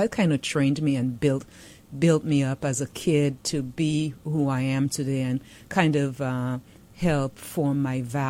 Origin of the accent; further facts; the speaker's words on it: U.S. Virgin Islands; And I'm from St. Croix.